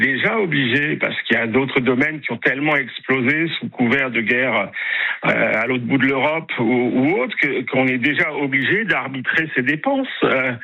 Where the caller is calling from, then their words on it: Grand Est, France; Je suis alsacien